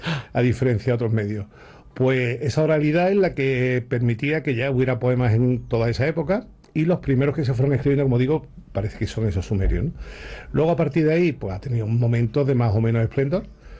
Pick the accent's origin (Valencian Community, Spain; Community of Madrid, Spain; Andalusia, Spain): Andalusia, Spain